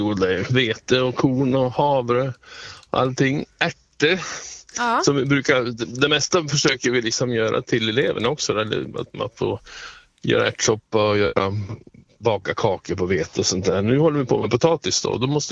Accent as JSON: {"language": "Swedish", "country": "Sweden", "moved": "yes", "said": "vi har ju alltid potatisland hemma i Sverige."}